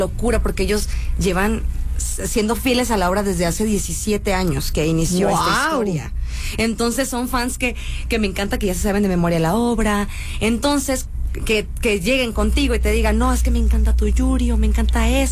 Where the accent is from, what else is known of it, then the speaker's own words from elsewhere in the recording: Ciudad Obregón, Sonora, Mexico; Y yo, ¿qué? ¿Desde Obregón, Sonora, desde mi rancho? ¡Órale! Desde los rumbos de por allá del calor.